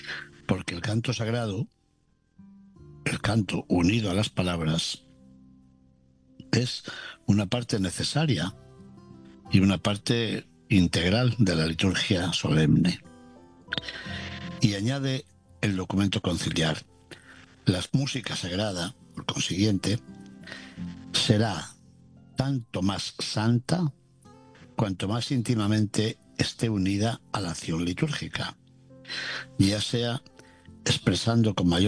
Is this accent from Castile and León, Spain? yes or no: yes; León, Castile and León, Spain; la boda se celebraba en León, en mi ciudad natal